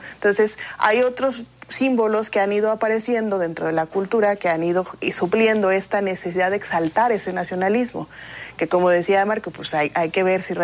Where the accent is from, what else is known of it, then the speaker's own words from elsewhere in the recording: Mexico; nos identificamos ya como mexicanos